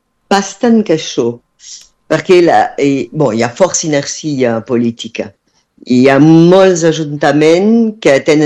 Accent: Collioure, Occitania, France; en el meu poble de Culliure.

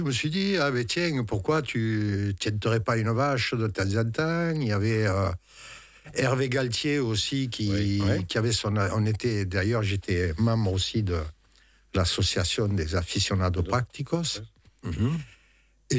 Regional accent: Saint-Gilles, Occitanie, France; je suis originaire de Saint-Gilles.

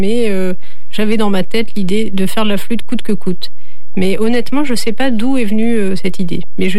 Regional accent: Normandy, France; moi, je viens de Normandie.

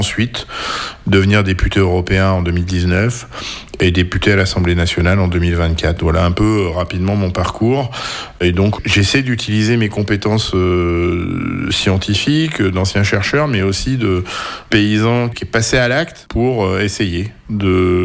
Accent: Nouvelle-Aquitaine, France; Ici, localement, on m'appellerait un galop-chenot, hein, dans le dialecte local. Moi, je suis né ici, dans le Marais, sur une zone de plaine aussi, et je suis né là, je suis tombé dedans quand j'étais petit.

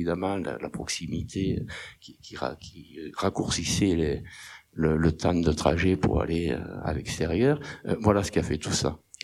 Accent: Clermont-l'Hérault, Occitanie, France; born there; mon grand-père habitait Clermont-l'Hérault, mes grands-parents. Et moi, j'étais pas d'Octon, mais bon, j'étais né à Clermont.

